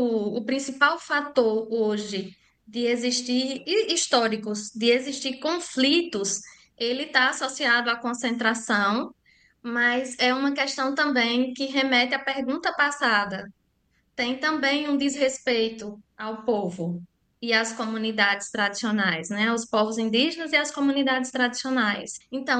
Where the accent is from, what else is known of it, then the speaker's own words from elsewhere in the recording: Northeast Region, Brazil; eu venho do Nordeste.